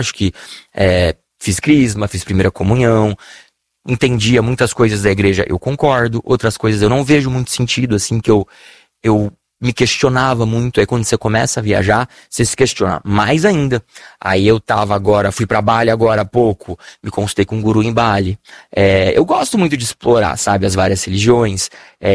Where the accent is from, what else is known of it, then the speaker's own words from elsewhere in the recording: Vila Militar, Brazil; é muito legal aqui eu crescendo na Vila Militar